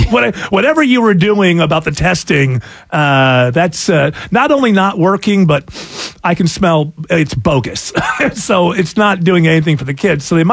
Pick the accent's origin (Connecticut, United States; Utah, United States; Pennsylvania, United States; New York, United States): Utah, United States; I'm sure if somebody listening, well, I grew up in Utah.